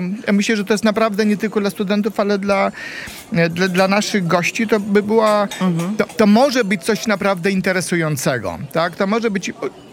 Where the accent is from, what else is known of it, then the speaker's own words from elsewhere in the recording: Białystok, Podlaskie Voivodeship, Poland; born there; accent: Podlasie; moved away; bo ja się urodziłem w Białymstoku. Więc on ma... Znaczy faktycznie my na Podlasiu, my Podlasiaki